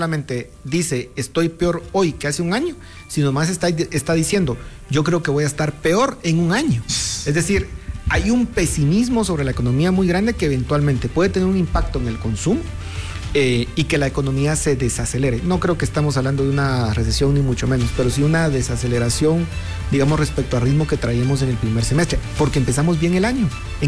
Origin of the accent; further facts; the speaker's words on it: Guatemala; reflexión que tenemos que hacer como guatemaltecos.